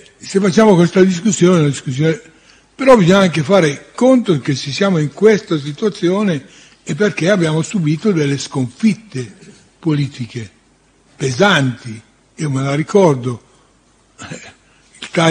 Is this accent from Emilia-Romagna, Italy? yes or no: no; Lombardy, Italy; quando andavamo nelle fabbriche, a Milano, in Lombardia, per parlare, visto che siamo lombardi